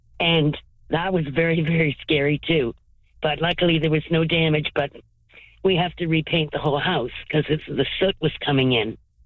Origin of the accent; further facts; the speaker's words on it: Ontario, Canada; I'm used to living in the city growing up in Ontario, and I was so close to the stores and everything like